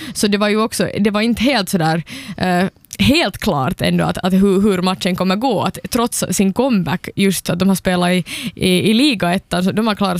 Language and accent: Swedish; Finland; Vi är ju vana som finländare att vara alltid underdogs.